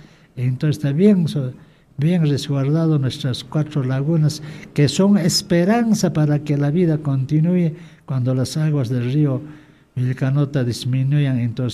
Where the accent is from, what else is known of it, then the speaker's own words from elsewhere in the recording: Acomayo, Cusco, Peru; moved away; Yo soy de Quispillacta